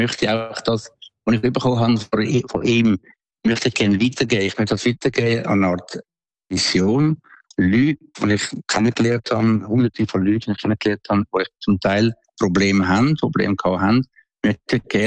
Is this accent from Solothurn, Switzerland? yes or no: no; Aeugst am Albis, Zurich, Switzerland; moved away as an adult; now in Tuscany, Italy; Ich bin aufgewachsen in Eugstam Albis, in ärmlichen Verhältnissen. Wir haben einen Bauernhof gehabt